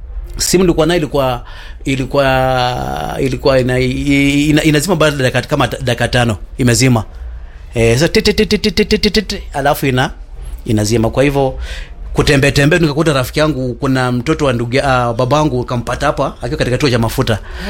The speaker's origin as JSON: {"language": "Swahili", "region": "Kakamega County", "country": "Kenya", "moved": "as an adult", "lives_now": "Nairobi, Kenya", "said": "Mimi nimetoka Kakamega County lakini nilikuwa ni Lugari. Wakati huo kulikuwa na Lugari na Kakamega."}